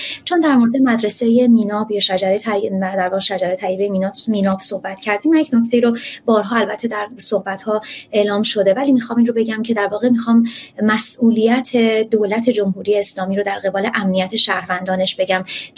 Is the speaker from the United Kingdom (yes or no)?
no; Iran; ماهایی که در ایران سالها رو بزرگ شدیم ما در زیرزمین خونه های خودمون که انقدر امن نبود در واقع پناه میگرفتیم